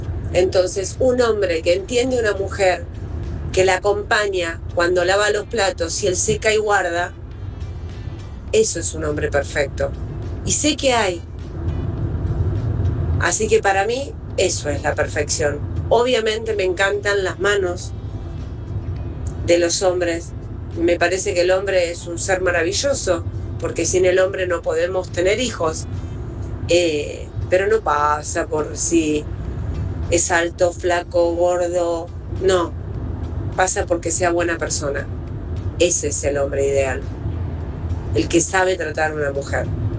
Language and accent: Spanish; Turdera, Buenos Aires Province, Argentina; soy de Turdera, fanática de San Lorenzo.